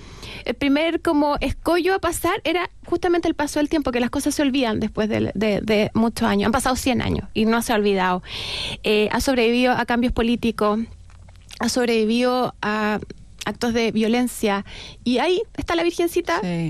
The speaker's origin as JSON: {"language": "Spanish", "country": "Chile", "said": "es parte de nuestra identidad como chileno"}